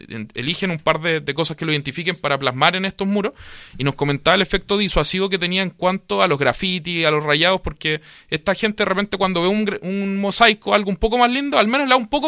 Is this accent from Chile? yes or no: yes; Machalí, O'Higgins, Chile; Mi familia es de acá, yo soy nacido y criado en Machalí.